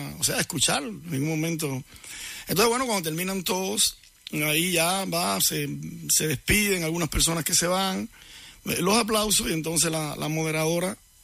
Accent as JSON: {"language": "Spanish", "country": "Cuba", "moved": "yes", "said": "Yo salí de Cuba muy, muy, muy herido, muy disgustado, porque fueron muchos años... tratando de ser sincero, trabajando, sin lograr nada."}